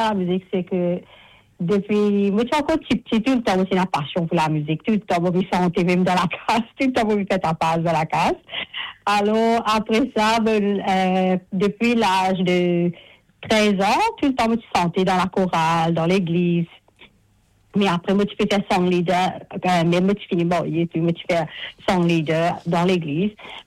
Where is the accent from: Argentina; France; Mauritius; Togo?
Mauritius; Rose Hill; moved away as an adult; now in Sydney, Australia; À Maurice, moi, j'habite à Roseville, plus précisément, partie Stanley.